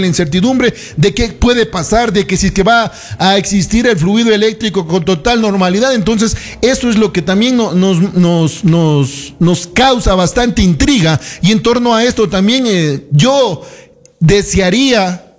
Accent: Ecuador

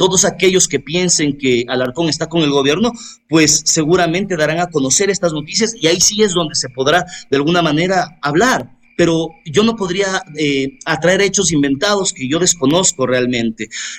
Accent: Ecuador; Y soy un comedido independiente porque soy ciudadano ecuatoriano. Sí, soy hijo de ciudadanos ecuatorianos, hermano de ciudadanos ecuatorianos.

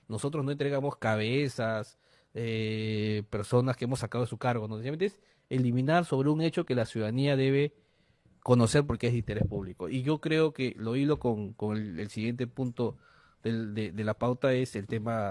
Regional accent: Peru; Hasta que, y le agradezco mucho, o sea, como peruano, al colega Carlos Villarreal, que lo volvió a poner en agenda

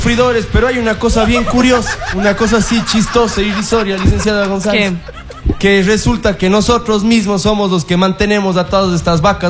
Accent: Cuenca, Azuay, Ecuador; como cuencanos, como azuayos, como ecuatorianos

